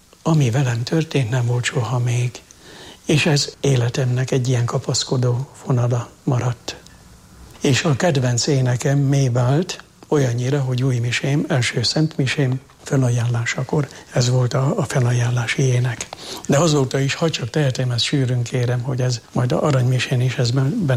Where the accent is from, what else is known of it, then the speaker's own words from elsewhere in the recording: Jászárokszállás, Jász-Nagykun-Szolnok, Hungary; én Tanyán nőttem föl. 18 éves koromig. A jászság, jászályok szállás Tanya világa. Ott a hit kitapinthatóan élt az emberek lelkében.